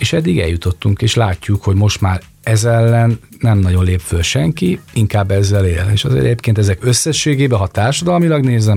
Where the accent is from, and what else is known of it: Hungary